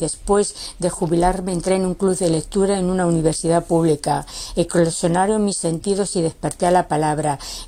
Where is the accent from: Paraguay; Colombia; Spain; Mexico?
Spain; born there; Nací en la España franquista, me llamaban la rarita porque soy ambidestra. Crecí, estudié y trabajé como funcionaria pública durante muchos años en un lugar de cuyo nombre no quiero acordarme.